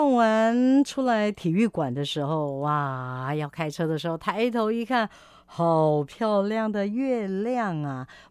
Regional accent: Hualien, Hualien County, Taiwan; born there; 在花莲我们真的是一个看日出非常好的地方，可能尤其对我自己而言吧，从小就住在海边，

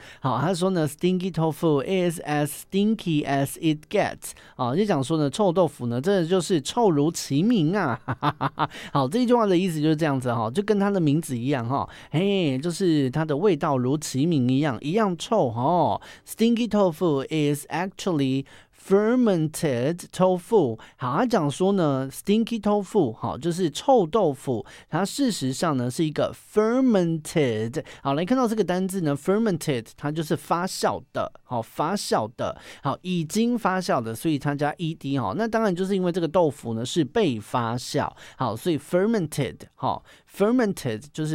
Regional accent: Taiwan; 自己身为是台湾人

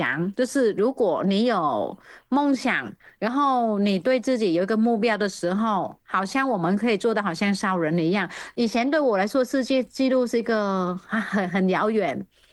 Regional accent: Vietnam; now in Taiwan; 身为是一个越南人，那去到别的国家，然后又被邀请回越南当评审，然后带团队回越南，然后又有台湾这边看中，邀请我当一个指导老师。

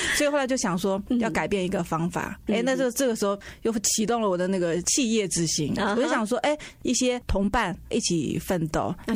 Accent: Shanghai, China; now in Taiwan; 对，他不会像我们上海人就是说我觉得你不适合我们的工作

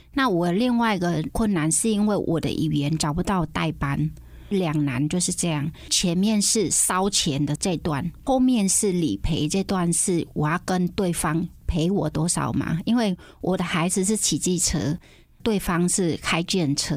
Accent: Cambodia; Chinese is a second language; moved away as an adult; now in Taiwan; 我来自柬埔寨，我来台湾22年了。来台湾之后呢，就慢慢的学习中文，

